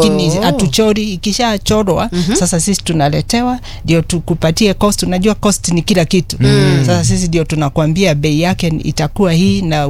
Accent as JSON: {"language": "Swahili", "region": "Nyeri County", "country": "Kenya", "tie": "born or raised there", "also_born_or_lived": "Canada", "moved": "as an adult", "lives_now": "Nairobi, Kenya", "said": "Mimi kuzaliwa nilizaliwa Nyeri County."}